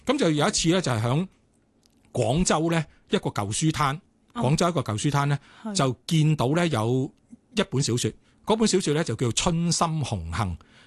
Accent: Hong Kong; 我哋香港人習慣講就係叫和平之後啦

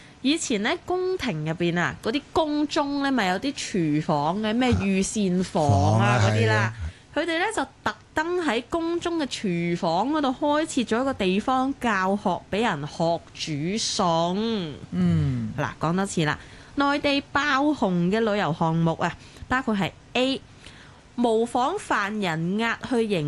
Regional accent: Hong Kong; 我哋香港人

